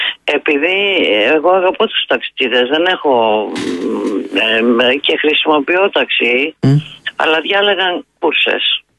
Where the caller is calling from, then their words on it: Vyronas, Attica, Greece; θέλαμε να πάρουμε ένα ταξί να γυρίσουμε σπίτι μας στο Βύρονα.